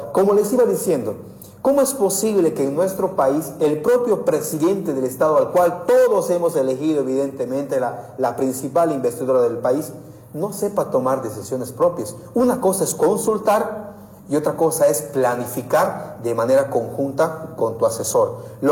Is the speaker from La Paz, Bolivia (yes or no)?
no; Cochabamba, Bolivia; ¿Qué cosa somos nosotros los chapareños?